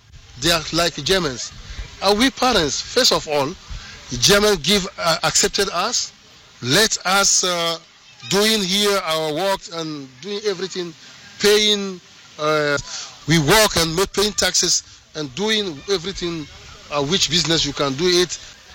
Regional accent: Togo; I can understand it, speak it is a little bit, but I'm from Togo.

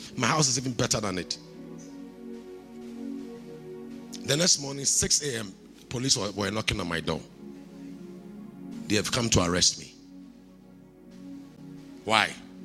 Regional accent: Kumasi, Ashanti, Ghana; I come from Kumasi.

